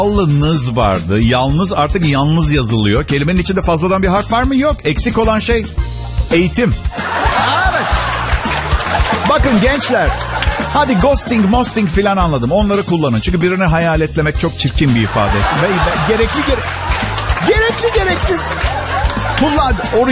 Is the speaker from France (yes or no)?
no; Istanbul, Turkey; İstanbul Tophane'de doğdum. Şişli'de büyüdüm. Annem Türk, karım Türk.